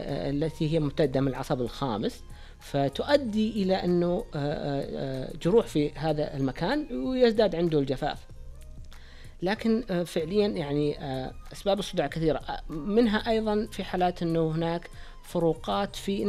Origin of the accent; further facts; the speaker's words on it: Saudi Arabia; وأعتقد عندنا بالسعودية هنا